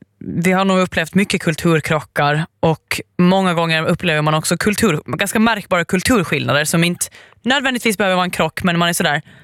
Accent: Åland Islands; jag är född och uppvuxen på Åland.

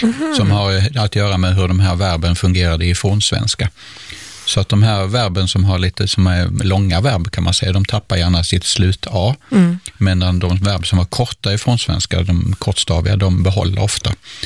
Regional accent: southern Sweden, Sweden; i södra Sverige, där jag kommer ifrån, då har vi bara det bakre sje-ljudet. Så när du säger kärna, kärna, så säger jag stjärna, stjärna.

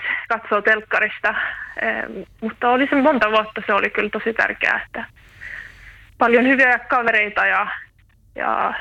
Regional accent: Porvoo, Uusimaa, Finland; now in Gothenburg, Sweden; No Porvoosta mä oon kotoisin.

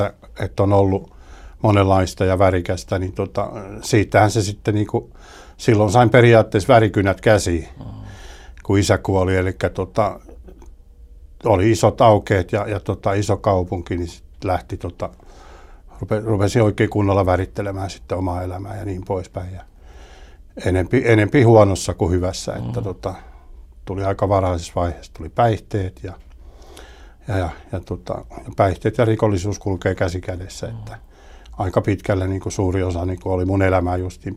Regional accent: Stockholm, Stockholm County, Sweden; born there; moved away as an adult; also born or lived in Päiväkulma, Finland / Hanko, Finland; Siellä tuli sitten se lapsuus ja varhaisnuoruus ja nuoruus ja vähän aikuisielläkin elettiin sitten siellä Tukholmassa. Että ison kaupungin poikia ollaan.

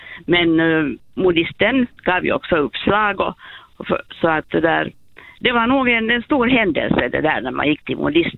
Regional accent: Helsinki, Uusimaa, Finland; modister i Helsingfors där jag växte upp.

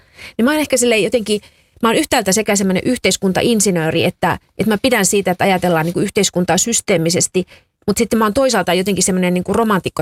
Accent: Kemi, Lapland, Finland; born there; Kemin Lyseon lukio, 6L, kunnon tyttö.

